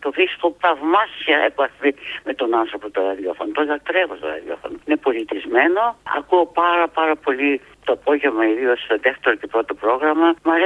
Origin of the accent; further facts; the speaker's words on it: Greece; Φέρομαι σαν Ελληνίδα